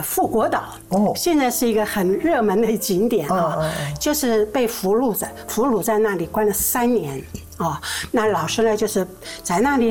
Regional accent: Taiwan; 我是台湾土生土长的，有很多人呢、啊，很多观众朋友啊，都以为我是大陆过来的。其实因为听我这个口音吧

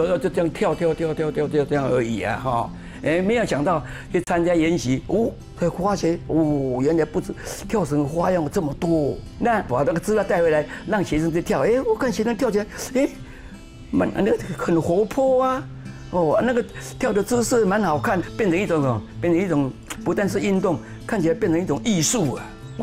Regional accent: Changhua County, Taiwan; born there; now in Taipei, Taiwan; 我的出生地在彰化县，我今年已经83岁了，

